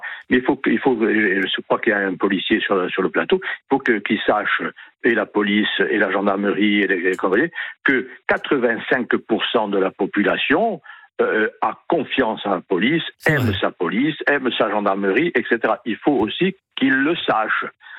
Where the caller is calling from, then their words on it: Oletta, Corsica, France; d'un village à côté de Bastia, Oletta.